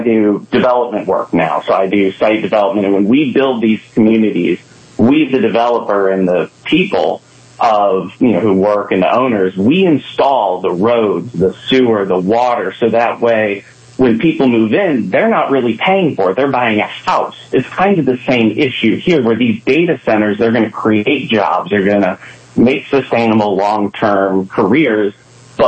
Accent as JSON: {"language": "English", "town": "Bowie", "region": "Maryland", "country": "United States", "tie": "born there", "said": "I was originally born in Bowie as well"}